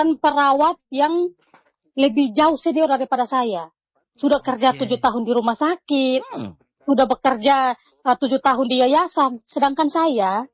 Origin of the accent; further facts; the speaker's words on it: Jakarta, Indonesia; Benar juga, kita nih asli Betawi tapi kita tidak punya kebun.